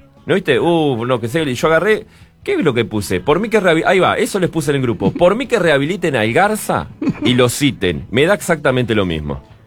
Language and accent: Spanish; Bella Unión, Artigas, Uruguay; born there; now in Punta del Este, Uruguay; El punto más lejano que tenemos acá de Punta del Este es mi pueblo, ¿no? Es Bella Unión.